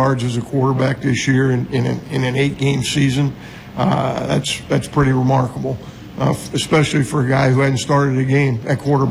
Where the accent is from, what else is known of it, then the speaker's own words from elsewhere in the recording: Florida, United States; moved away as an adult; also born or lived in Mount Vernon, Iowa; now in Iowa, United States; I grew up in South Florida, came to Cornell College as a player, and over in Mount Vernon, Iowa